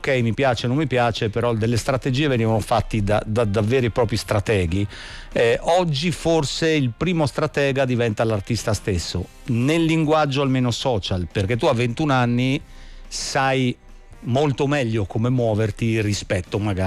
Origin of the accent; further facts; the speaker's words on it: Milan, Lombardy, Italy; moved away; Io ricordo quando abitavo, io sono di Milano, quando abitavo a Milano era la stessa cosa.